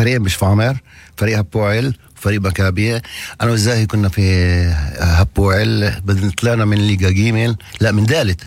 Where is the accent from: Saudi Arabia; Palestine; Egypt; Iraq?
Palestine; moved away as an adult; الشرف إن أنا فلسطيني عربي